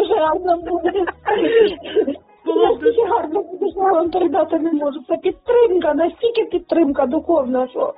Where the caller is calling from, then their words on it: Kharkiv Oblast, Ukraine; Харківщини.